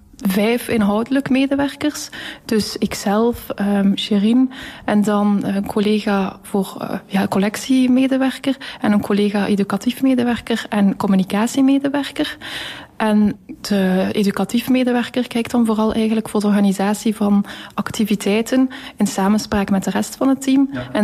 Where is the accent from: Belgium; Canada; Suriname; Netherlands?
Belgium; Flanders; En bovendien ben ik zelf afkomstig van de Vlaamse Ardennen. Woon ik nu ook al enige jaren hier in Oudenaarde.